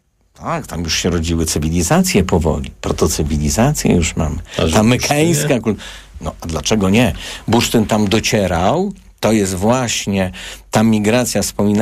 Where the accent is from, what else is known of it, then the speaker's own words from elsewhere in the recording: Warsaw, Masovian Voivodeship, Poland; Nie wiem, czy mogę o tym mówić, ale chyba mogę jako warszawiak.